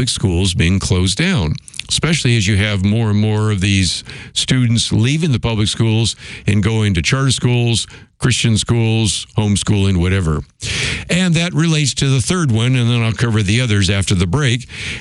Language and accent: English; California, United States; In Oakland, California, I grew up in the Bay Area